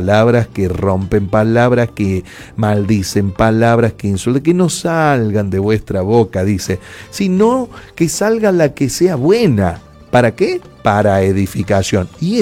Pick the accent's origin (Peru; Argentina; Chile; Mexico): Argentina; nosotros como argentinos